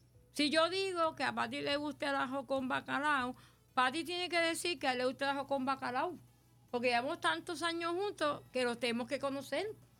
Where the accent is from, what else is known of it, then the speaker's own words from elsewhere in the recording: Cataño, Puerto Rico; soy de Cataño, nací aquí, me crié aquí.